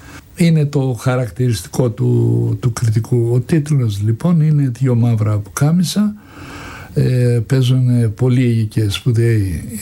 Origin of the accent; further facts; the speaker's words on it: Anogeia, Crete, Greece; να πάω τώρα ξαφνικά στα Νόγια για να κάνω τον πατέρα του